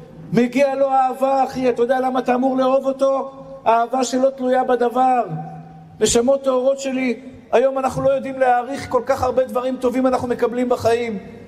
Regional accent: Tel Aviv, Tel Aviv District, Israel; אני גדלתי בשכונת התקווה

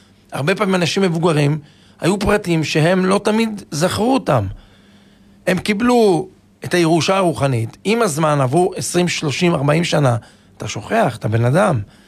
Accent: Netanya, Central District, Israel; אני זוכר אפילו בתור ילד, בנתניה, אני זוכר, לפני 40 שנה

